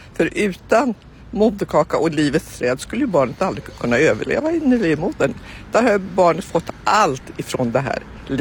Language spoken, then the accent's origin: Swedish; Västernorrland County, Sweden; born there; Eftersom jag är född i norra Ångermanland och där björkarna var, ja, det var så självklart.